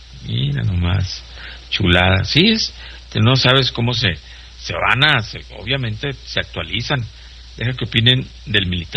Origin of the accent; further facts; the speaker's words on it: Mexico; somos los mexicanos